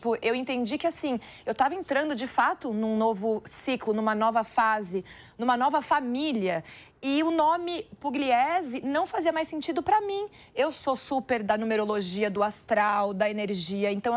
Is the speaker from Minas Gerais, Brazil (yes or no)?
no; Salvador, Bahia, Brazil; Eu sou baiana, né? Nasci em Salvador.